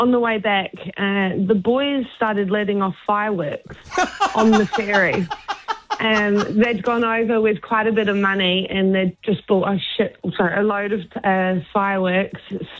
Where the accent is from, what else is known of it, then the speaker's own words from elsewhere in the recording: England, United Kingdom; So we grew up in England, and we went to France as a day trip on the ferry.